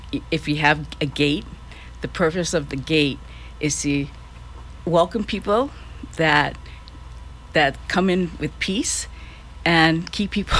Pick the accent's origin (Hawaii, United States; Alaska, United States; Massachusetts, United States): Hawaii, United States; as a Hawaiian Kanaka